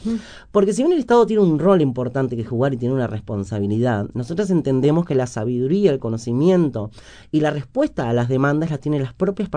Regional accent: San Carlos, Maldonado, Uruguay; moved away; yo soy del interior. Yo soy nacida y criada en el interior y tengo un compromiso muy grande con el interior, porque cuando una se crió, yo me crié en los 90, en San Carlos

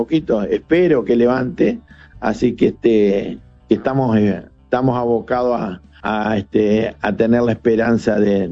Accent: Colonia del Sacramento, Colonia, Uruguay

